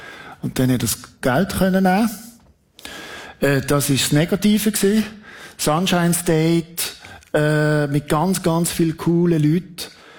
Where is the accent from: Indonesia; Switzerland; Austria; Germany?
Switzerland; schau, ich bin Schweizer, mir ist da, ich bin neutral, ich laufe jetzt da rein.